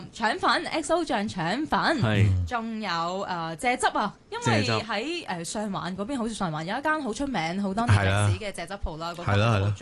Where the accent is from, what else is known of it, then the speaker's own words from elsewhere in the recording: Hong Kong; 有我香港人啦